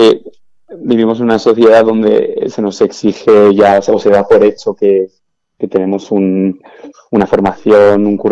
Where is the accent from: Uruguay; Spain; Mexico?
Spain; Navarre; yo soy de Navarra